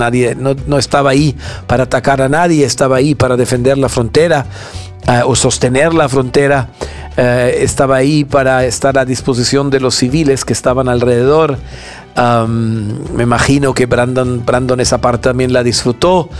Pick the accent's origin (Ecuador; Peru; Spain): Peru; aquí como peruanos estamos conmovidos